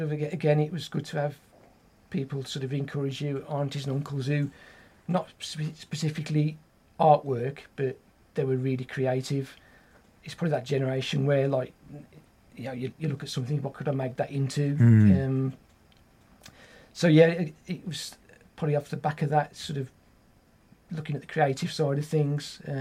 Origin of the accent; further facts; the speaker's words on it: Tipton, West Midlands, United Kingdom; also born or lived in West Bromwich / Oldbury / Pensnett; I've always lived in the Black Country. I was born in West Bromwich, grew up in Tipton, lived there till I got married. And then, but I've always lived in like Oldbury, lived in Pensnet, the Black Country area.